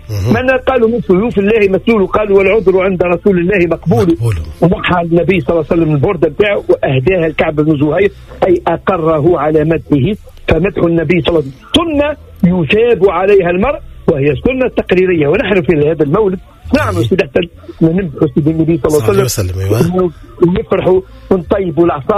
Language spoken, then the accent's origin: Arabic; Tunisia; وتعرف احنا عندنا في تونس